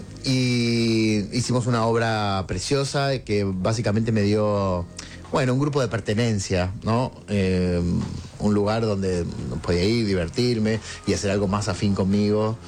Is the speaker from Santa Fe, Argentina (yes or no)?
yes; Rosario, Santa Fe, Argentina; moved away; vengo del interior, vengo de Rosario